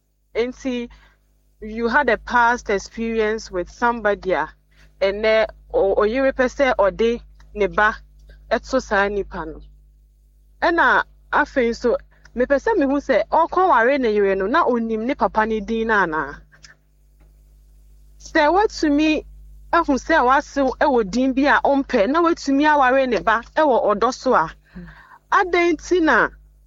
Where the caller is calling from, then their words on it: Tema, Greater Accra, Ghana; I'm speaking from Tema.